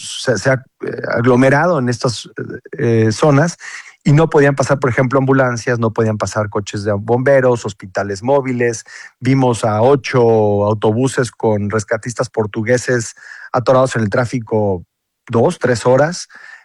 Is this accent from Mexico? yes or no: yes; Mexico; Como mexicano, estar en medio de una zona de desastre provocada por un terremoto, pues es recordar muchísimas cosas, pero sobre todo recordar la solidaridad, el apoyo que hemos recibido en el 85, en 2017